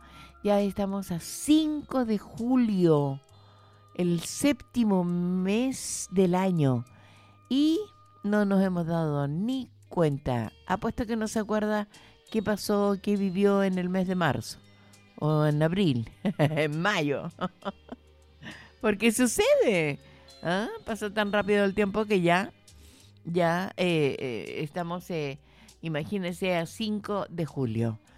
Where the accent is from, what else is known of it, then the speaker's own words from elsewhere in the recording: Santa Cruz, O'Higgins, Chile; now in San Fernando, Chile; Yo fui nacida en Santa Cruz. Eso mismo. Gracias, compañero, compañerito. Oriunda de Santa Cruz. Un abrazo grande, cariñoso para mi ciudad natal y mi ciudad adoptiva, digo, San Fernando.